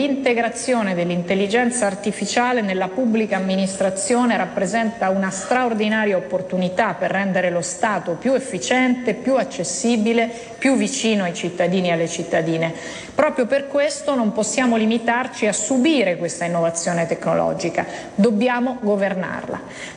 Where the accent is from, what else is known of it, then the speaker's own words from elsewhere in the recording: Umbria, Italy; Da Umbra considero particolarmente significativo che proprio il nostro territorio stia provando a costruire un modello di innovazione